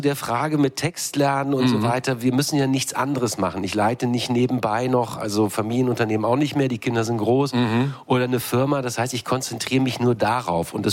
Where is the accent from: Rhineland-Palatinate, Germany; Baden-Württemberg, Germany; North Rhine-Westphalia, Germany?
North Rhine-Westphalia, Germany; Düsseldorf; now in Berlin, Germany; Ich bin Düsseldorfer, ja. Mhm. Ich bin Wahlberliner, seit 90.